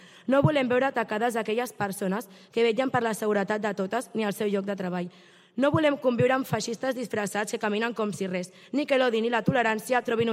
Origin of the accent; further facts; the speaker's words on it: Sitges, Catalonia, Spain; a Sitges som catalans i catalanes.